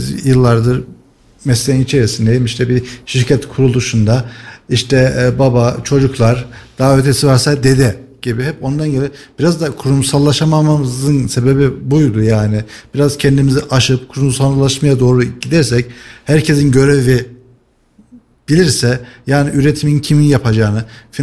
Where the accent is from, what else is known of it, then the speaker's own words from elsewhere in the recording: Kayseri, Turkey; bizi keyiflendiriyor bir Kayserili olarak.